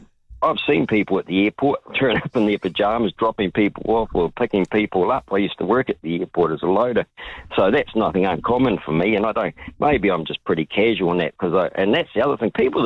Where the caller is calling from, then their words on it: New Zealand; I love being a Kiwi.